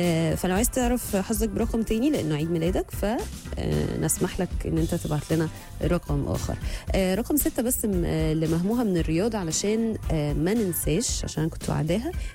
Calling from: Kuwait; يعني انا ببعت من الكويت ومحدش بيرد, اهو الزعل جه بقى. ازيك … من الكويت

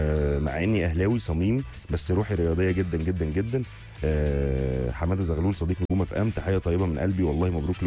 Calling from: Suez, Suez Governorate, Egypt; من السويس بحب اتابع برنامجك

